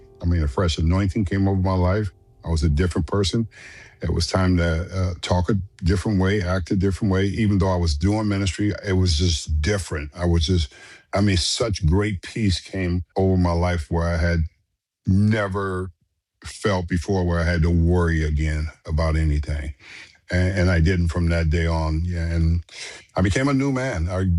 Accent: Los Angeles, California, United States; born or raised there

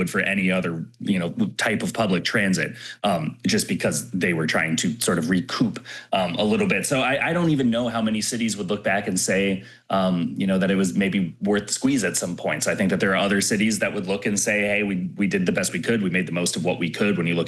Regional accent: Minnesota, United States; You know, I'm from Minnesota, which is the land of we all do better.

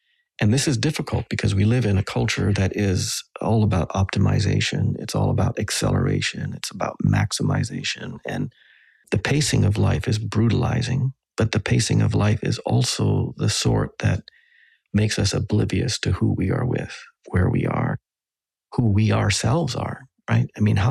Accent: Western Canada, Canada; because I grew up with him in Western Canada.

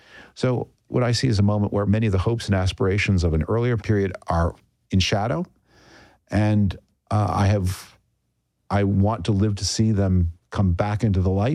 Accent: Toronto, Ontario, Canada; I was born in 1960. I grew up in Toronto, Canada.

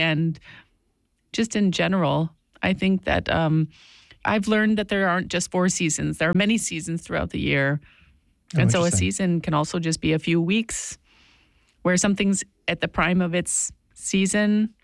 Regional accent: Ohio, United States; I grew up in Ohio, yes.

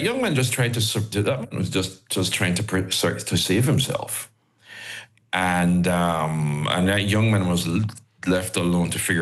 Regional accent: Jamaica; well, I'm a Jamaican, I don't need to check anything.

